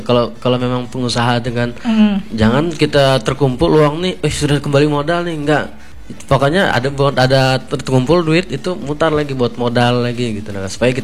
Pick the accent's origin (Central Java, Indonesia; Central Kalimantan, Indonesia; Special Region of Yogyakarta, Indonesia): Central Kalimantan, Indonesia; Palangka Raya; born there; also born or lived in Banjarmasin; saya lahirnya di Palangka. Jadi keturunan Banjar, keturunan Dayak tuh enggak ada sebenarnya.